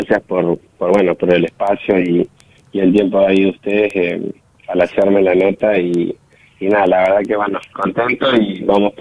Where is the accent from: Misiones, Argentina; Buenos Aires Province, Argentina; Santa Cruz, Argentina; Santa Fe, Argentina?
Santa Cruz, Argentina; Somos como que argentinos